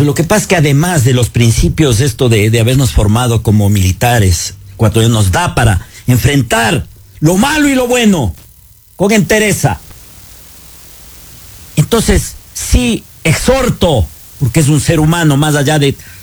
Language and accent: Spanish; Ecuador